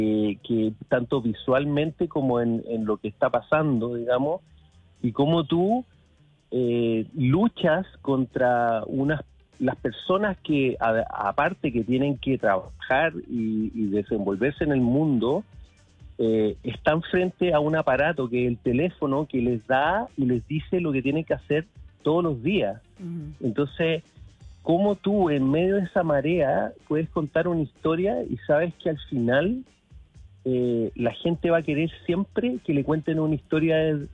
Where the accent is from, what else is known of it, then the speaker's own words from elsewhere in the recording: Viña del Mar, Valparaíso, Chile; yo que soy de Viña